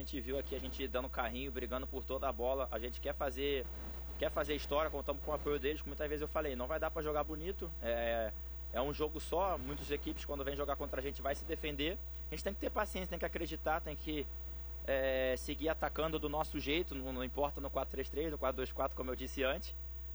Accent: Brazil; Deu orgulho de ser brasileiro, pô, demais.

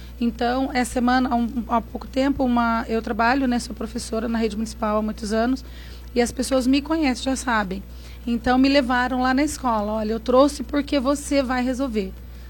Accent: Pindamonhangaba, São Paulo, Brazil; De Moreira. Hoje moro no Portal

